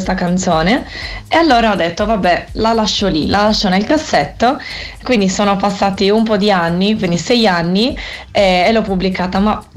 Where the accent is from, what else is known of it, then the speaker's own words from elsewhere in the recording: Sardinia, Italy; provo a scrivere una canzone in sardo, perché mi piace pensare di valorizzare anche la lingua della mia terra.